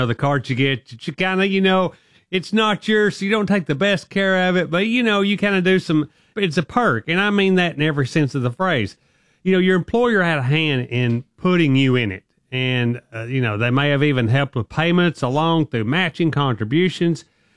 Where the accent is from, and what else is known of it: Alabama, United States